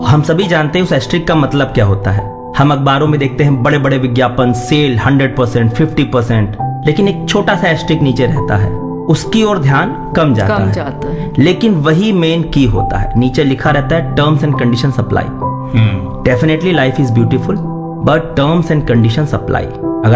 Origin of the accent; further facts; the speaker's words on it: Azamgarh, Uttar Pradesh, India; born there; और पैदाइश की अगर बात करें तो आजमगढ़ जिले में मेरी पैदाइश हुई थी।